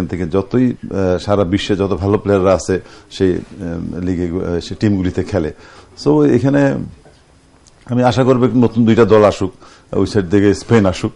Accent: Sylhet, Sylhet Division, Bangladesh; আমার বাড়ি সিলেট

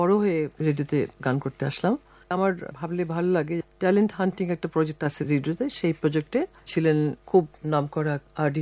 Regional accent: Bogura district, Rajshahi Division, Bangladesh; নানা সবার দেশ বগুড়া। তৎকালীন বগুড়ার মহকুমা ছিল জয়পুরহাট, যেটা এখন জেলা। আমাদের বাড়ি ওখানে, জন্ম হয়েছে আমার বগুড়া জেলায়। আব্বার চাকরির সুবাদে ওখানে থাকা, তো ওখানে আমার বড় হওয়া আর কি।

